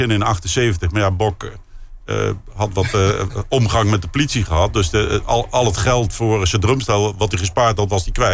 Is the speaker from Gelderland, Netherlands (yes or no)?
yes; Nijmegen, Gelderland, Netherlands; Maar het eerste punkconcert dat ik heb gezien als Nijmegenaar was … uit Arnhem.